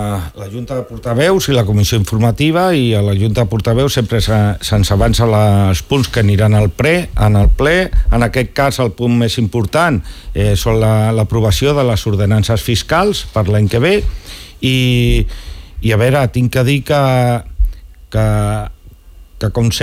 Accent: Catalonia, Spain; per mi que sóc català

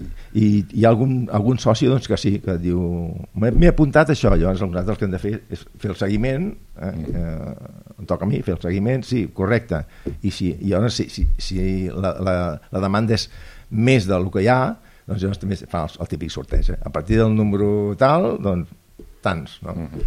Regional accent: Barcelona, Catalonia, Spain; sóc de Barcelona

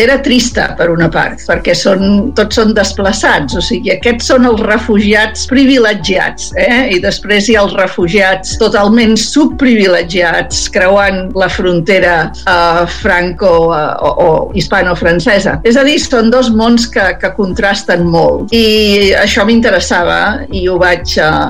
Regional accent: Barcelona, Catalonia, Spain; quan jo era petita, al Raval, a Barcelona, al costat de casa, nosaltres teníem botiga

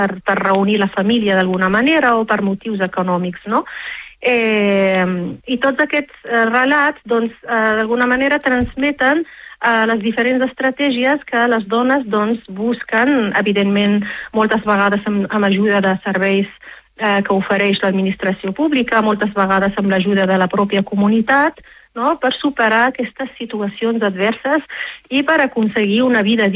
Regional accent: Rif, Morocco

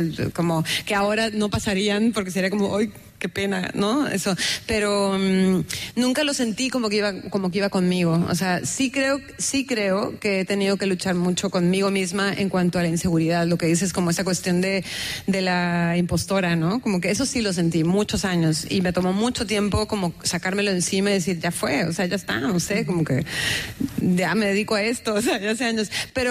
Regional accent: northern border, Mexico; moved away; Y yo sí siento que cuando me fui a vivir lejos de México había algo que me marcaba mucho, que era ser de una frontera. O sea, sí, y además una frontera tan contrastante, ¿no? O sea, de dos países tan diferentes.

